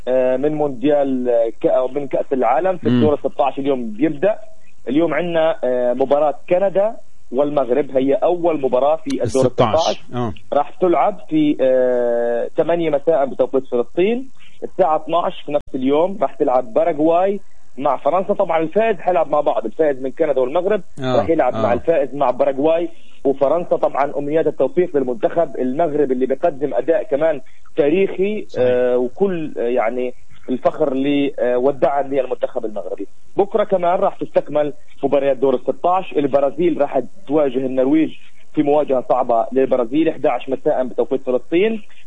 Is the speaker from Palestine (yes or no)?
yes; Palestine; لنا كفلسطينيين